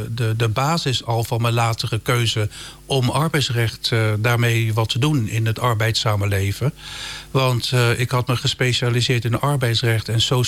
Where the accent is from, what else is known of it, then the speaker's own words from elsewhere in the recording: Rotterdam, South Holland, Netherlands; accent: Rotterdam; now in Groningen, Netherlands; Ik ben echt een Rotterdammer, ja. Ik ben er ook geboren.